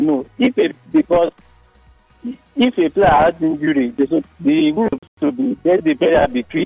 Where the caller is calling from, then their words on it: London, United Kingdom; I'm calling you from London.